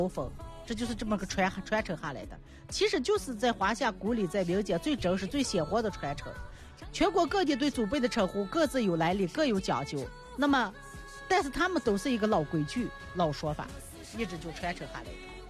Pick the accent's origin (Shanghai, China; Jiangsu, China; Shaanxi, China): Shaanxi, China; 今天呢跟大家就说了一下我们陕北的方言、民谣、顺口溜，我一下就说成普通话了。我是个方言节目主持人啊